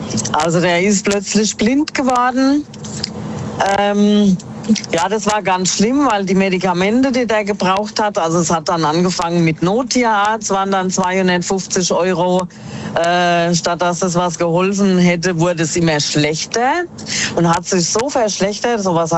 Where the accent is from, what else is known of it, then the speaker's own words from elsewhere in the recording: Miltenberg, Bavaria, Germany; Ja, ich komme aus dem Raum Miltenberg.